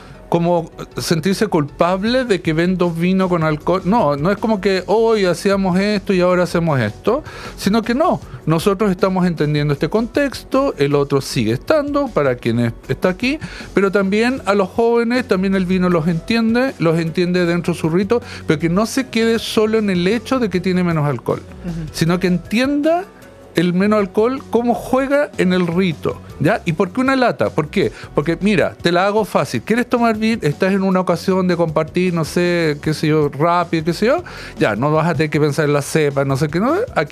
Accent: Chile

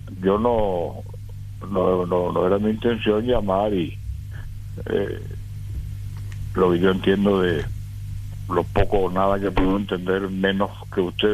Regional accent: Ypacaraí, Central, Paraguay; me estoy yendo a Ciudad del Este, de mi ciudad natal, es Ipacaraí

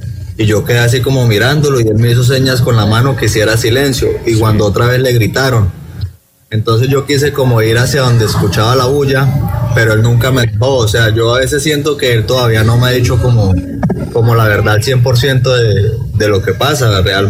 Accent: Palmor, Magdalena, Colombia; yo me crié en la Sierra Nevada de Santa Marta, más conocido como Palmor de la Sierra, con mis abuelos desde muy niño.

